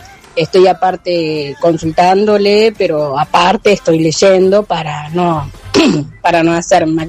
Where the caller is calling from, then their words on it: Santa Fe, Argentina; de Barrio Belgrano, 723.